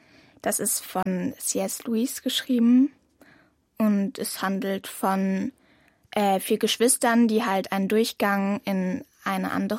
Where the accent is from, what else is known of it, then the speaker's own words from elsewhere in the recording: Halle, Saxony-Anhalt, Germany; ich komme aus Halle und gehe dort aufs Thomas-Münzer-Gymnasium.